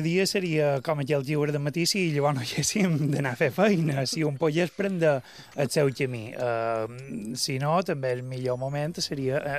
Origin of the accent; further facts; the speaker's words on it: Felanitx, Balearic Islands, Spain; Vaig néixer a Felanitx. Hi faig feina